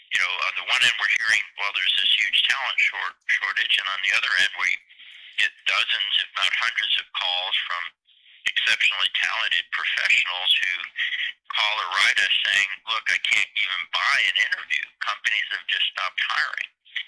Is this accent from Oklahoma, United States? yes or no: no; Massachusetts, United States; now in North Texas, United States; my home state of Massachusetts.